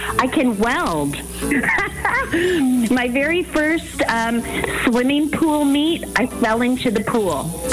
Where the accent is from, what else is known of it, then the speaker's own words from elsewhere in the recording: Ancaster, Ontario, Canada; Well, I am from Ancaster.